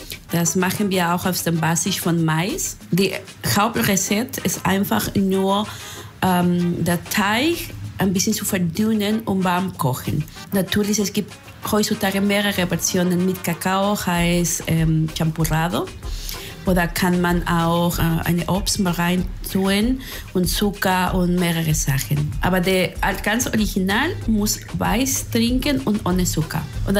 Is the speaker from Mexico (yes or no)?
yes; Oaxaca, Mexico; Ich komme selber nicht aus der Region von der Tejate, auch wenn ich aus Oaxaca komme